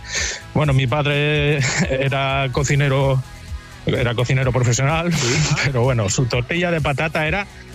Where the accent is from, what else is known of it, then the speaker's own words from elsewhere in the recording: Cangas de Narcea, Asturias, Spain; now in Ibias, Spain; Pues llamo desde Ibias. Yo soy de Cangas de Narcea, pero llamo desde Ibias.